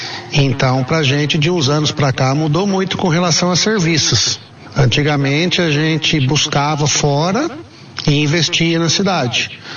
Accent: Extrema, Minas Gerais, Brazil; eu sou nascido e criado em Extrema, né?

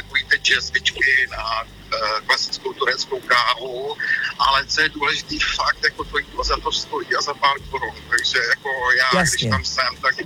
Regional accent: Sarajevo, Federation of Bosnia and Herzegovina, Bosnia & Herzegovina; Czech is a second language; Tak co se týče Sarajeva, tak já jednoznačně doporučuju, protože Reno, samozřejmě, že to je jako z protekce moje rodné

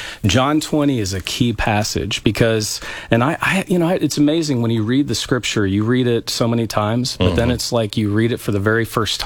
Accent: Kansas City, Missouri, United States; I'm glad I'm from Kansas City, okay?

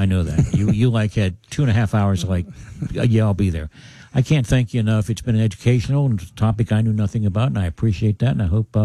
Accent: Uniontown, Pennsylvania, United States; I grew up in Uniontown.

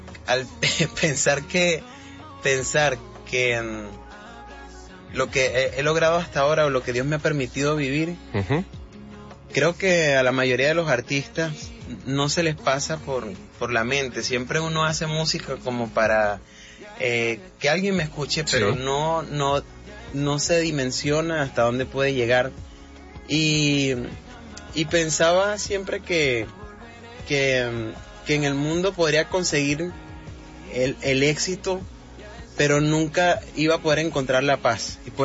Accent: Venezuela; En aquel entonces en mi país, Venezuela, eran los artistas, digamos que top

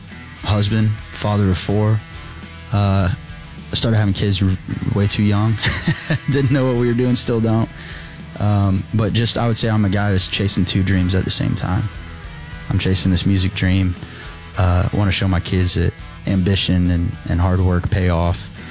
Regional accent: Bixby, Oklahoma, United States; Born and raised in Bixby, Oklahoma.

